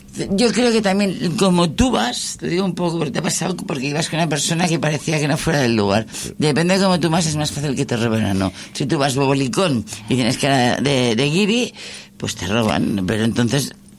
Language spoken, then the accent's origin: Spanish; Barcelona, Catalonia, Spain; nosotros como barcelonés